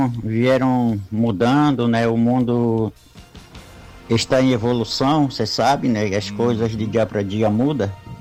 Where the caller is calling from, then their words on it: Juruti, Pará, Brazil; Eu sou aqui de Juruti.